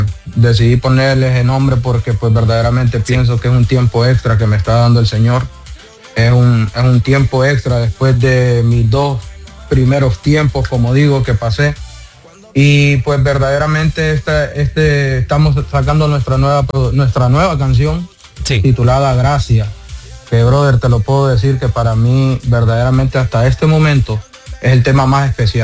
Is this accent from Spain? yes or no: no; Honduras; now in United States; somos hondureños.